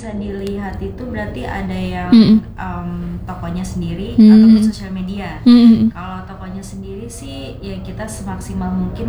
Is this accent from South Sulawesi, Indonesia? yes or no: no; Tangerang, Banten, Indonesia; aku sebenarnya orang Karawaci.